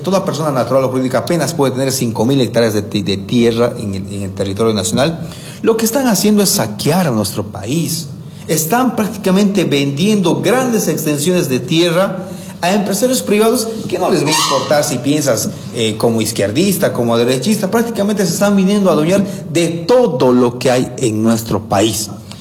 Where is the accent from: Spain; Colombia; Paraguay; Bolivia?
Bolivia; ¿por qué nosotros como bolivianos tenemos que estar de acuerdo